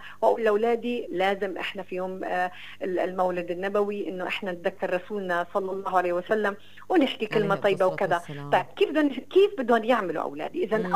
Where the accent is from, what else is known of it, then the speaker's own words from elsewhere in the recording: Palestine; إحنا كفلسطينيين